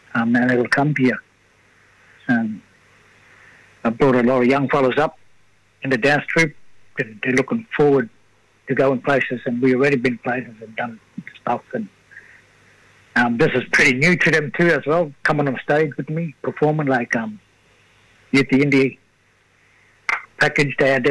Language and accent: English; Caranda, Australia; They're back up in Caranda, my hometown, and they're slowly trying to rise, and I'm being their mentor too as a muso, long-time muso in our community